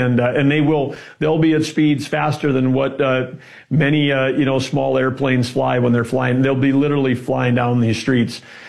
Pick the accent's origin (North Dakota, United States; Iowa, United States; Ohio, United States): North Dakota, United States; growing up in North Dakota, the only thing we had there was, you know, a quarter mile and eighth mile dirt track racing with the hobby stocks.